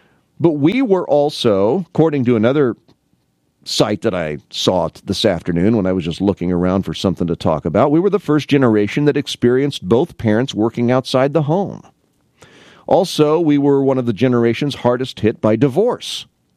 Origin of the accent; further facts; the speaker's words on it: Canton, Illinois, United States; I grew up in Canton, as you know from listening to the show.